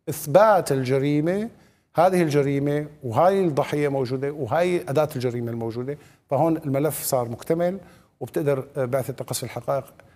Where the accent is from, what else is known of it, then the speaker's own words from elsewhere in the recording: Syria; بيننا نحن كسوريين